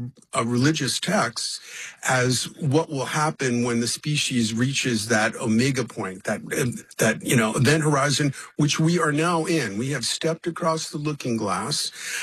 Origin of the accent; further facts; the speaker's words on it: New York City, New York, United States; And then when I grew up in the Bronx, I grew up listening to the Long John Neville show